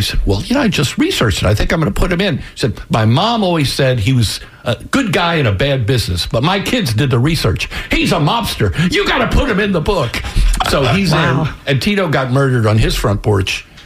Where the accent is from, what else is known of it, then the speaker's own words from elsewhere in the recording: Tampa, Florida, United States; and this is something you know growing up in Tampa